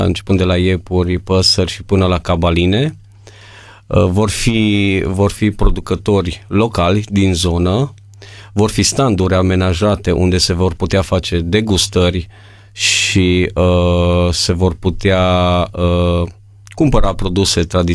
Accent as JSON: {"language": "Romanian", "town": "Mireșu Mare", "region": "Maramureș County", "country": "Romania", "said": "sunt din Mireșu Mare."}